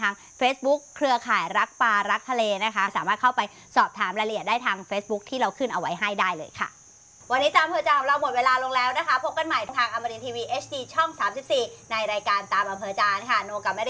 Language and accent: Thai; Southern Thailand, Thailand; ไม่ได้เราเป็นคนใต้